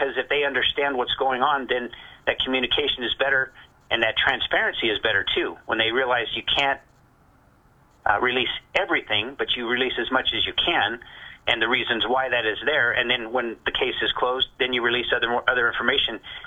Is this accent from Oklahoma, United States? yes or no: no; New Mexico, United States; I was born and raised here in Doñana County.